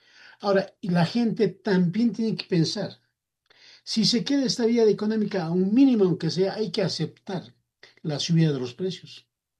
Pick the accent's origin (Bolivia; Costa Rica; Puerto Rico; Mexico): Bolivia; vamos a terminar en la miseria como bolivianos.